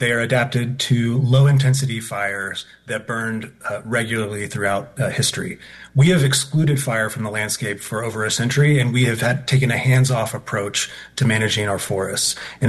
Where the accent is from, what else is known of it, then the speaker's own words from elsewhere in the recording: Bozeman, Montana, United States; So in my hometown of Bozeman, Montana, we've had a project delayed for over 15 years to protect our watershed from the impacts of a catastrophic fire.